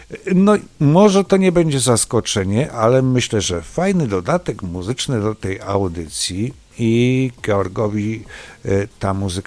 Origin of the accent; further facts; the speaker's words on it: Polanica-Zdrój, Lower Silesian Voivodeship, Poland; born there; moved away; Urodzony jestem w Polanicy Zdrój, a wiele lat mieszkałem w Kudowie Zdrój. Też uzdrowisko niedaleko.